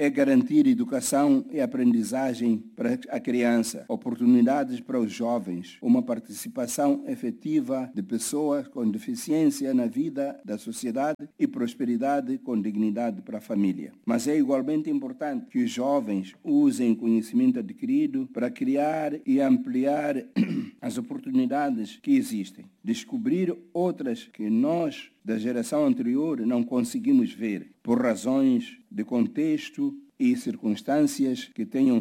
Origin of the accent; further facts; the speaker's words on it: Mozambique; como moçambicanos, conhecemos o valor da paz porque conhecemos igualmente o sofrimento provocado pela guerra.